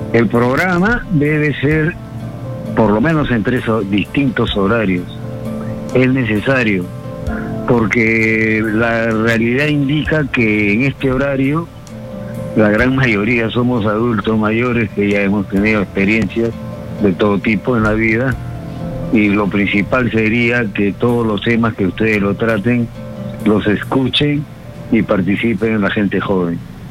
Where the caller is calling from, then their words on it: Peru; Somos tres regiones, costa, sierra y selva, pero somos peruanos